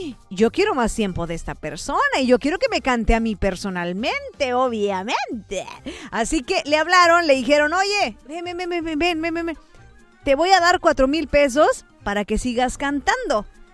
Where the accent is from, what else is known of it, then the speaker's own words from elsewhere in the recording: Puerto Rico; Yo hablo, yo como puertorriqueña ya.